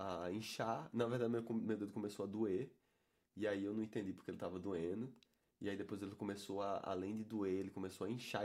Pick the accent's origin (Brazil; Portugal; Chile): Brazil; a primeira vez que eu saí do Brasil na minha vida foi para tocar.